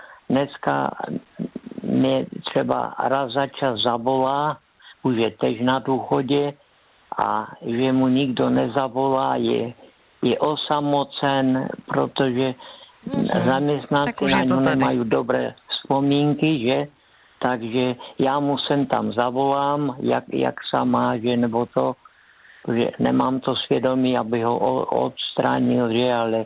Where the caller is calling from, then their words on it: Zlín Region, Czechia; My jsme tady Valaši